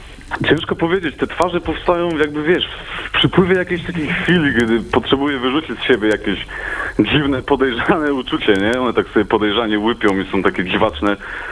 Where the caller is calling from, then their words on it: Wrocław, Lower Silesian Voivodeship, Poland; dzwonię z Wrocławia